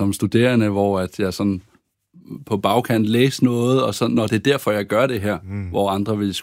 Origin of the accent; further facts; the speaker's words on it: Aarhus, Central Denmark Region, Denmark; min opvækst på Aarhus Strand har præget mig i mit arbejde.